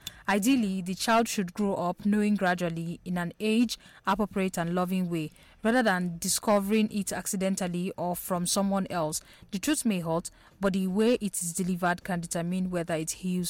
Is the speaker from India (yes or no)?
no; Kogi, Nigeria; from Kogi State.